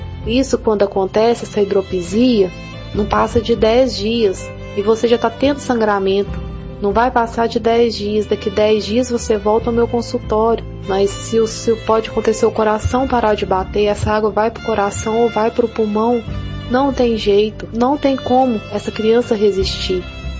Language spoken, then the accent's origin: Portuguese; São Gonçalo do Pará, Minas Gerais, Brazil; sou da cidade de São Gonçalo do Pará, moro na comunidade da Prata de Cima, Minas Gerais.